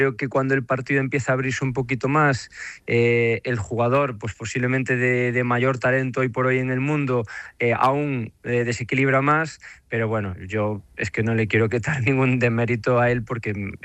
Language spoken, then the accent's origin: Spanish; Galicia, Spain; moved away as an adult; also born or lived in Greece / Udine, Italy; now in Istanbul, Turkey; la vida pues me ha llevado por diferentes países como buen gallego, y estoy ahora aquí por quinta temporada consecutiva en Estambul